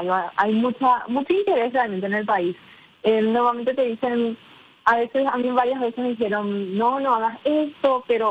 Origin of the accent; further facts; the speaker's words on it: Asunción, Paraguay; Sí, de Asunción, sí.